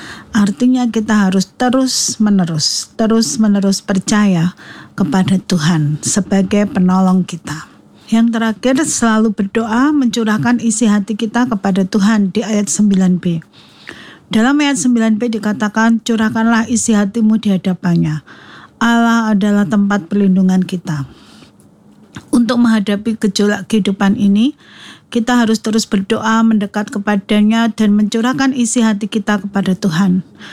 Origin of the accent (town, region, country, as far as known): Indonesia